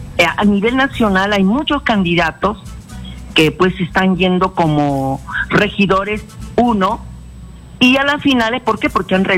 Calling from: Huánuco, Peru; Estoy llamando de la ciudad de Huánuco.

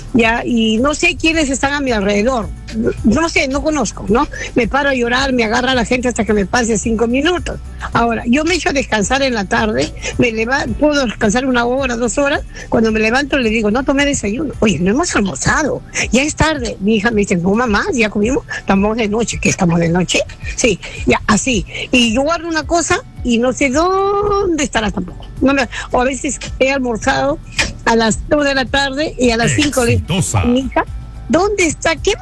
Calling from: Huacho, Lima, Peru; Habla una persona de 67 años, me llamo desde Huacho.

